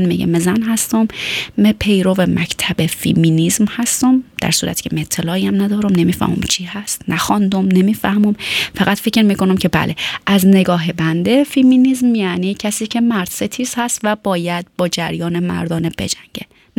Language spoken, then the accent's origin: Persian; Afghanistan; moved away; و ما و شما هم از افغانستان آمدیم، بهتره که آبروداری کنیم